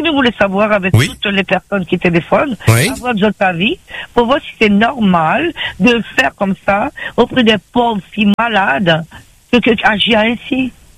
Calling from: Réunion; on est réunionnais

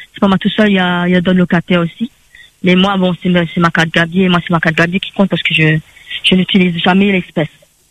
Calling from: Saint-Pierre, Réunion; je suis de Saint-Pierre, résidence Fermont.

